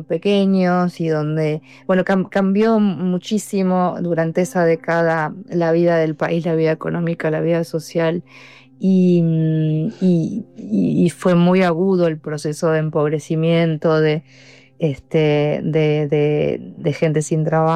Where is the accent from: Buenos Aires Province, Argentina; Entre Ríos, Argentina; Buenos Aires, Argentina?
Entre Ríos, Argentina; la provincia de donde soy yo, de Entre Ríos